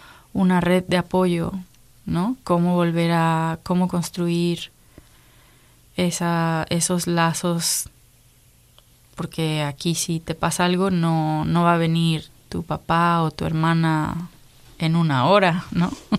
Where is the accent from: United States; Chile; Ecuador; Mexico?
Mexico; Había cosas de mí como mexicana que yo no conocía o que no sabía que me importaban hasta que vine acá. Empiezas a preguntarte cosas de tu origen, de tu, como, sí, de tu pasado que en México daba por hecho